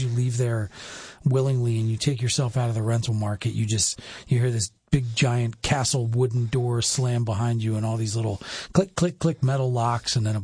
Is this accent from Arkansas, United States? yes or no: no; Unionville, Pennsylvania, United States; also born or lived in California; Not a lot of my Unionville friends talk like us, but I lost most of my accent when I was out west for a third of my life.